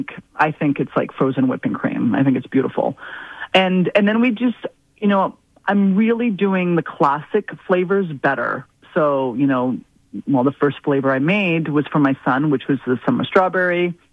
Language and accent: English; Canada; growing up here in Canada